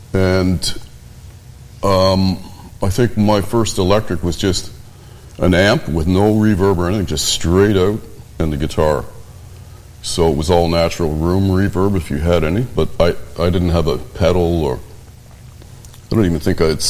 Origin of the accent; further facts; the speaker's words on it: Moncton, New Brunswick, Canada; also born or lived in Point Anne, Canada; I did, and I'm not originally from there. I'm from the East Coast. I was born in Moncton